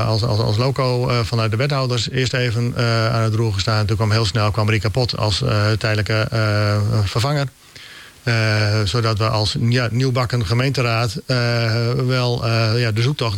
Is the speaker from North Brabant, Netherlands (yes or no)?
no; Groningen, Netherlands; Ik ben een Groninger, Noorderling, kom hier vandaan. Ik heb ook de landbouw in mij, achter mij.